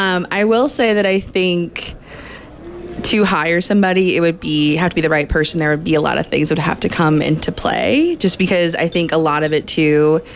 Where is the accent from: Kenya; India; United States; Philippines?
United States; Chicago, Illinois; accent: Chicago